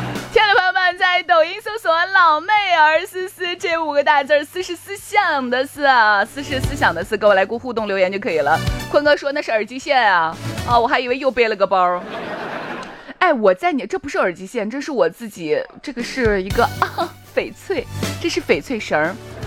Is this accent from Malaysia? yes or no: no; Shaanxi, China; 我们陕西话现在热度很高